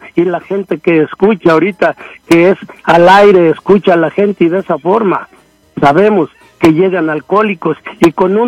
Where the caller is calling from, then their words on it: Mexico City, Mexico; soy alcohólico de la Ciudad de México.